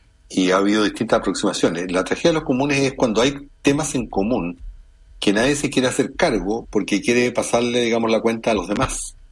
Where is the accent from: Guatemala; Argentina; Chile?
Chile; sobre todo nosotros por nuestra geografía. Digamos que somos una especie de cornisa entre el mar y la cordillera.